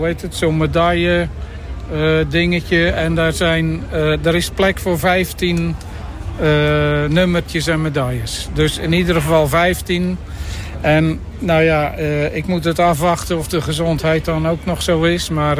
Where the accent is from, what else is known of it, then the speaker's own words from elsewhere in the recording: Zoutelande, Zeeland, Netherlands; Ik kom uit Zoutelanden en ik ben nog 69, maar ik word dit jaar 70.